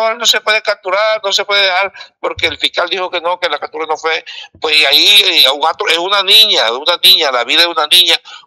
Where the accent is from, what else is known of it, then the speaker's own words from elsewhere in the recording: Villanueva, La Guajira, Colombia; nosotros prácticamente somos de Villanueva también.